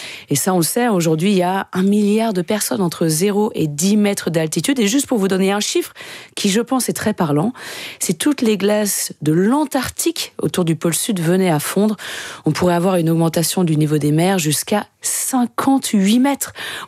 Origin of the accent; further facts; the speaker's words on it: French Alps, France; born there; Je suis née en France, dans les Alpes, au cœur des montagnes.